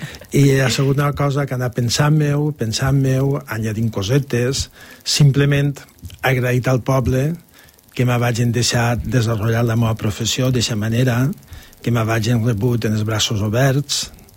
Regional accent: Oliva, Valencian Community, Spain; No, nosaltres som d'Oliva. Nosaltres naixem en Oliva. Jo tinc els amics d'escola de tota la vida, amics, segueixen amics, en Oliva.

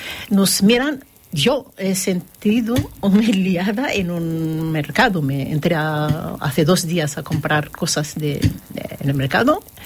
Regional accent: Morocco; now in Gandia, Spain; Yo soy española, de origen marroquí. Llevo 27 años aquí en Gandía y voy a estar aquí.

